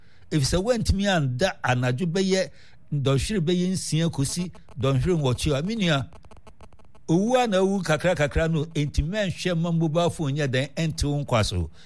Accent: Gambia; I'm from Gambia.

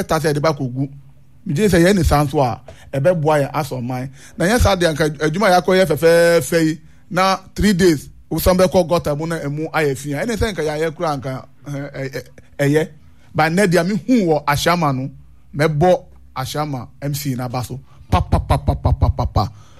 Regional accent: Ghana; a bit my hand here as a Ghanaian.

